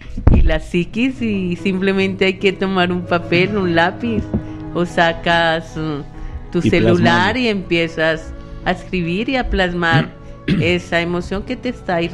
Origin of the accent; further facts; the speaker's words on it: Barbosa, Santander, Colombia; born there; moved away; Yo nazco en Barbosa, Santander, Colombia.